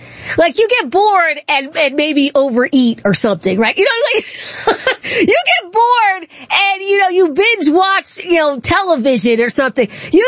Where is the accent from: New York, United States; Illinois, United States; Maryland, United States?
Maryland, United States; Accokeek; I grew up in Accokeek, Maryland.